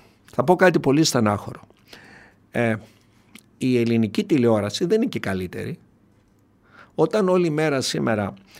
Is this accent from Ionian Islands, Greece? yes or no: no; Kilkis, Central Macedonia, Greece; εκεί στον τόπο μου, το γενέθλιο στο Κυλκί